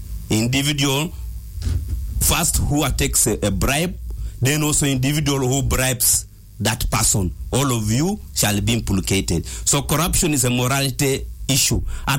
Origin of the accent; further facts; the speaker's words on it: Uganda; all of us Ugandans